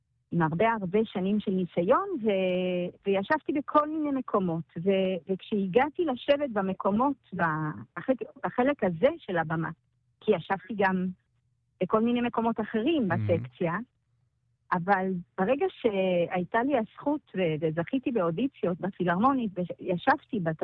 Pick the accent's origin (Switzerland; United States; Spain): Switzerland; Lausanne, Vaud; Hebrew is a second language; moved away as an adult; now in Israel; אני גדלתי בשוויץ, הצרפתית, בלוזאן, כן.